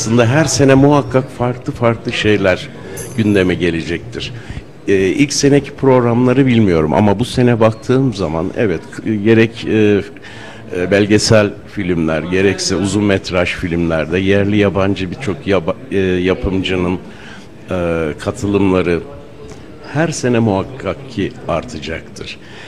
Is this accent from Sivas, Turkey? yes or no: yes; Sivas, Turkey; moved away; kendi memleketime yıllar sonra gelmek çok farklı oldu benim için.